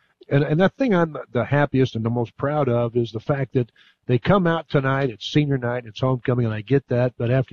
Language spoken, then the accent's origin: English; Jacksonville, Illinois, United States; I grew up in Jacksonville.